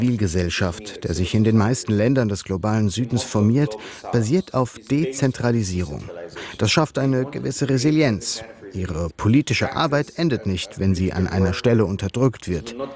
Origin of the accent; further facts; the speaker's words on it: Sudan; moved away as an adult; now in Berlin, Germany; Ich bin im Sudan aufgewachsen, wo Kunst politisch war.